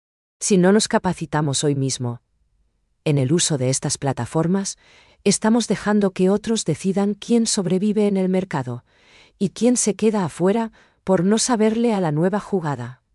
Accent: Paraguay

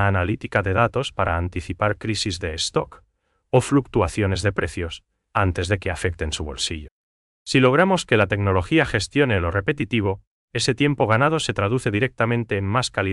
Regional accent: Paraguay; nos caracteriza como paraguayos

